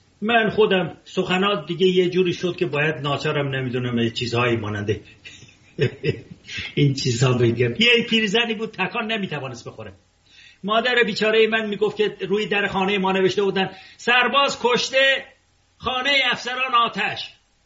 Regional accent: Tehran, Tehran Province, Iran; also born or lived in Ardabil; اردبیل، که من اردبیلی هستم، در تهران بزرگ شدم و من اردبیلی هستم.

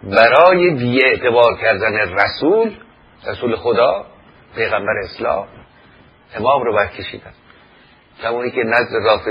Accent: Iran

